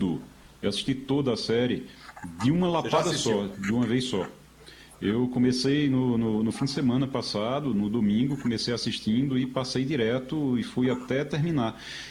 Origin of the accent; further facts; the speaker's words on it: Caruaru, Pernambuco, Brazil; eu sou de Caruaru.